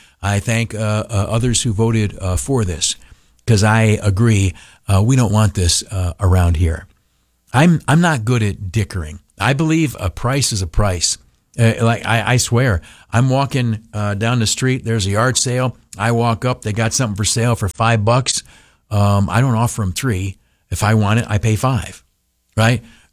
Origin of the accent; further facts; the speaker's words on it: United States; I'm American to the bone, buddy.